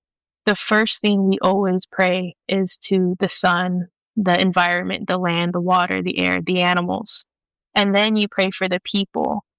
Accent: New Mexico, United States; also born or lived in Guam; I am 20 years old. I am from the Acoma Pueblo tribe in New Mexico and Chamorro from Guam.

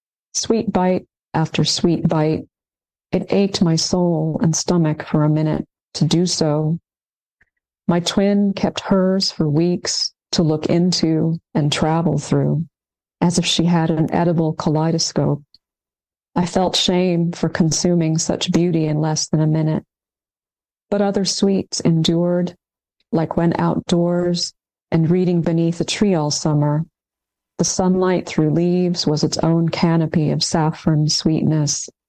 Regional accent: Jeddah, Makkah Province, Saudi Arabia; was a young girl memorizing Quran and living in the city of Jeddah, my hometown, we were very isolated from the West.

